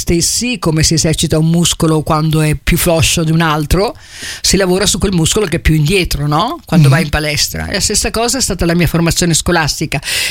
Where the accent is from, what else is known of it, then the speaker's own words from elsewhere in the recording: Pollenza, Marche, Italy; born there; sono partita da Pollenza